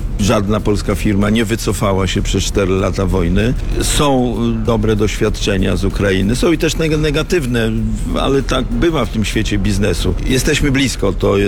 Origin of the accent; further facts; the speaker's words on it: Szczecin, West Pomeranian Voivodeship, Poland; My ze Szczecina mamy blisko do niemieckich autostrad i do Berlina